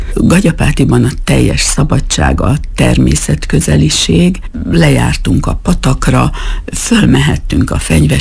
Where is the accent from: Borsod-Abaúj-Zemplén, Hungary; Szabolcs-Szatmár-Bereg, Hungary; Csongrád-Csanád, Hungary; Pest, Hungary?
Borsod-Abaúj-Zemplén, Hungary; Miskolc; Miskolcon mi magunk szintén falusi életet éltünk, mert Szirmán laktunk, úgyhogy én ilyen hűséges típus vagyok, mert Szirmán nőttem föl, a szirmai általános iskolába jártam 8 évig